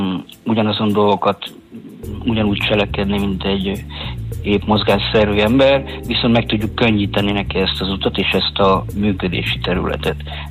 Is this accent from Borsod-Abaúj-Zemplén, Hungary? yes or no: yes; Borsod-Abaúj-Zemplén, Hungary; Mi a Borsod megyei vagyok